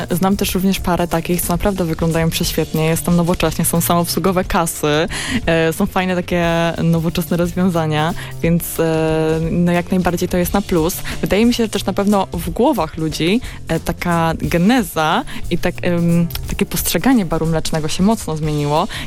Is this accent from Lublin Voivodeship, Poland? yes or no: no; Warsaw, Masovian Voivodeship, Poland; ja również jestem z Pragi i często tam przychodzę